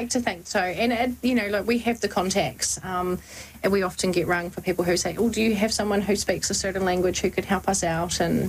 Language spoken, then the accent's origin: English; New Zealand; You know, being a New Zealander, you are ethnic.